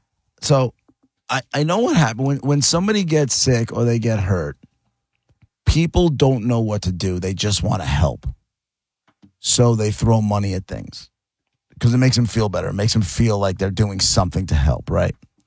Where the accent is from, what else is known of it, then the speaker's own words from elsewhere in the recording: Deer Park, United States; And it's from the town that I grew up in Deer Park.